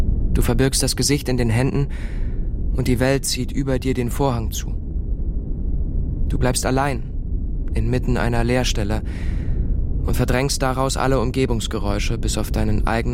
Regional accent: Přerov, Olomouc Region, Czechia; Ich bin in Přerov aufgewachsen, einer kleinen mährischen Industriestadt unweit der Slowakei.

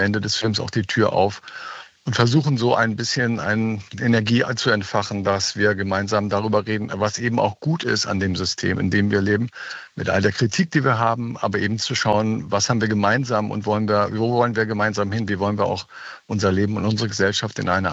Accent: West Germany, Germany; ich bin ja im Westen aufgewachsen.

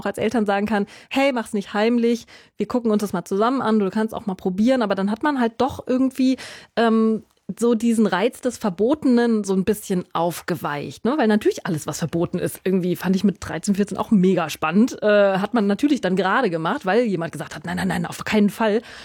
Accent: Mainz, Rhineland-Palatinate, Germany; Ja, obwohl ich komme aus einer Weinregion, aus Mainz, Rheinhessen, auch im Bekanntenkreis und ein paar Winzerinnen und Winzer.

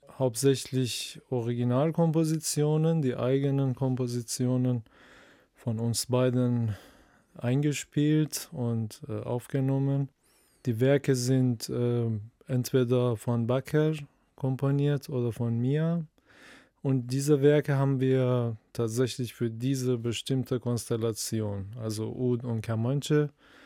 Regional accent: Iran; German is a second language; moved away as an adult; now in Germany; Also ich bin im Iran geboren und aufgewachsen und bis zum 23. Lebensjahr. Und dann bin ich nach Deutschland ausgewandert.

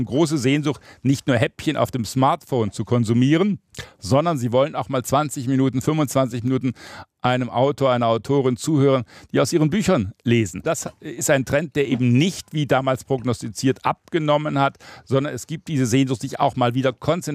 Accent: Swabia, Germany; moved away; Ich komme aus Schwaben, bin also von pietistischem Fleiß geprägt.

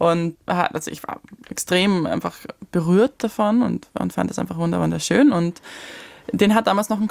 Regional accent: Bavaria, Germany; moved away; Und ich komme ja aus Oberbayern und bin den Bergen sehr verbunden.

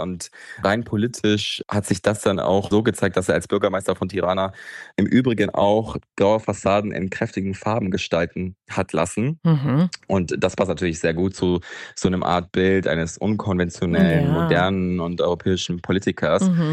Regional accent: Germany; Ich bin in Deutschland geboren und auch aufgewachsen

